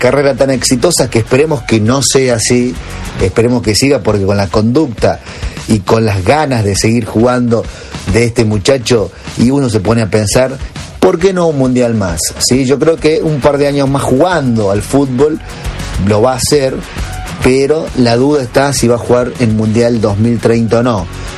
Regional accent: Argentina; Como somos los argentinos, Ali, ¿sí?, que luchamos siempre, pero siempre hasta el final.

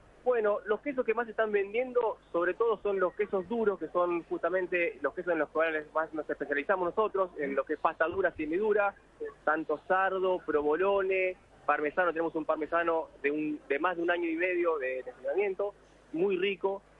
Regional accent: 9 de Julio, Buenos Aires Province, Argentina; Somos de 9 de Julio, provincia de Buenos Aires, una cuenca láctea

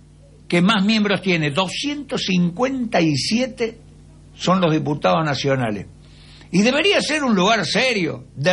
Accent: Córdoba, Argentina; cuando éramos chicos en Córdoba.

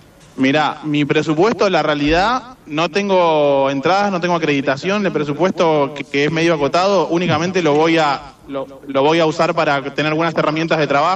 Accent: Castelar, Buenos Aires Province, Argentina; now in Mar del Plata, Argentina; Les comento que, bueno, yo soy de zona oeste, soy de Castelar.

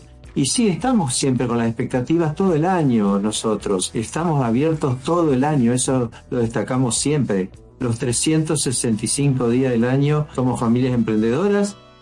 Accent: Santa Fe, Argentina; de cómo somos los santafesinos.

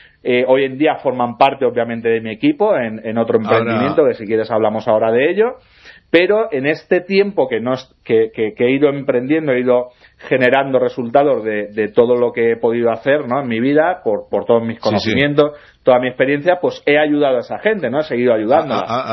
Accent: Elda, Valencian Community, Spain; moved away as an adult; now in Madrid, Spain; cuando regreso a Elda, a mi pueblo, donde nos atacan, donde me revientan, de donde me tengo que ir y donde estuve viviendo hasta hace muy poquito que me he mudado a Madrid.

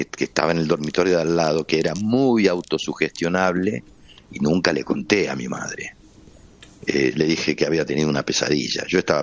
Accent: Buenos Aires, Argentina; Yo nací, me formé todo en Buenos Aires, sí.

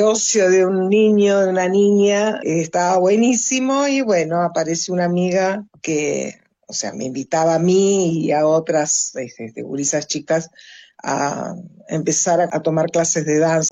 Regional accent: Montevideo, Uruguay; also born or lived in Maldonado, Uruguay; en este momento estoy viviendo en Montevideo nuevamente, que es mi ciudad natal. Montevideo es una ciudad preciosa. Es la ciudad de una, yo creo que es el lugar, yo me siento bien en ella. Viví también 16 años en Maldonado por cuestiones de trabajo

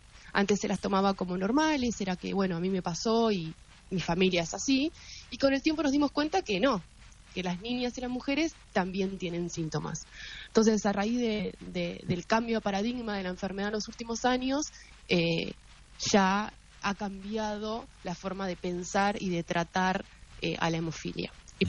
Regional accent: Concepción del Uruguay, Entre Ríos, Argentina; moved away; also born or lived in Buenos Aires; soy de Concepción, viví muchos años en Buenos Aires y hace 2 años y medio casi que ya estoy viviendo en Concepción

